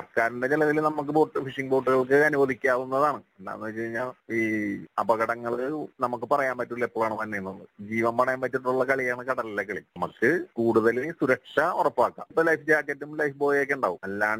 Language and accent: Malayalam; Munambam, Kerala, India; ഞാൻ മുനമ്പ സ്വദേശിയാണ്.